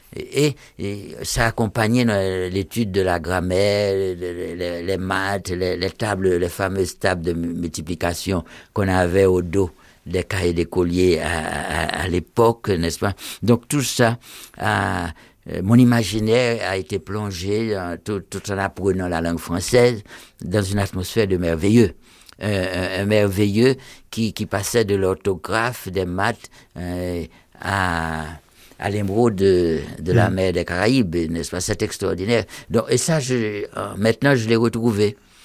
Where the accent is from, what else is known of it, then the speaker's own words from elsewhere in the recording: Jacmel, Sud-Est, Haiti; moved away; quand je suis arrivé dans ma ville natale